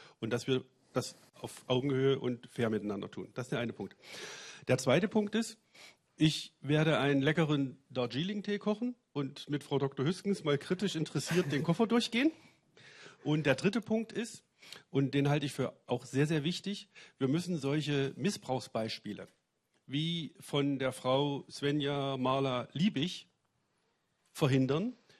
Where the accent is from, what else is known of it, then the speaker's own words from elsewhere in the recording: East Germany, Germany; Ich bin das aus meiner Jugend in der DDR gewöhnt, in der jungen Gemeinde